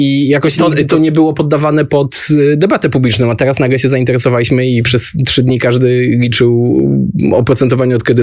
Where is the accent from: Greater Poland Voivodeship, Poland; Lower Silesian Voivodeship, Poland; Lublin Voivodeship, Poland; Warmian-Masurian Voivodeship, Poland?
Lower Silesian Voivodeship, Poland; Wrocław; pochodzę z Wrocławia i Odrę lubię i z Odrą mam dobre wspomnienia